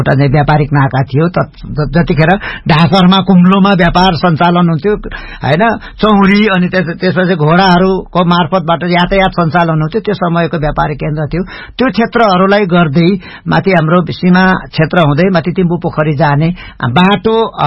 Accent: Koshi Province, Nepal; छुट्टै राज्य हुँदाखेरि भारत सिक्किम र नेपालको सिमाना जोडिएको ठाउँलाई चाहिँ तीन सिमाना भन्छ, त्यो मेरो गाउँमा

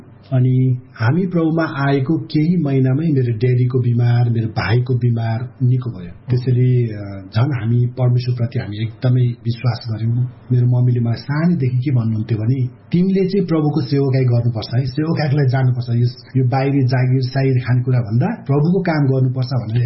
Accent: Bhaktapur, Bagmati, Nepal; born there; मेरो जन्म भक्तपुरमै भयो।

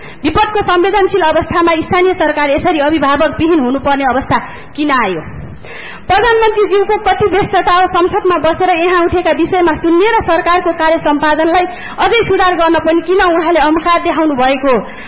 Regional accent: Baglung District, Gandaki Province, Nepal; मेरो गृह जिल्ला बाग्मुङका

